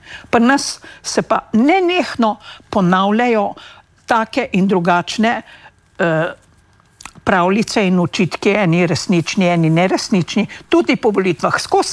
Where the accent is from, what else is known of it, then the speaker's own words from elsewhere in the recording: Savinja, Slovenia; sama izhajam iz Zgornje Savinjske doline.